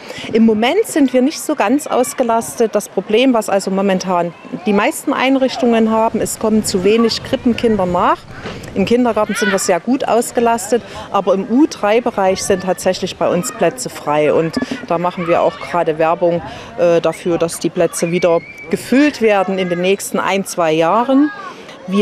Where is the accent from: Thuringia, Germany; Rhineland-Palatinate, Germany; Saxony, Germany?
Saxony, Germany; Bad Lausick; Ich bin aus Bad Lausick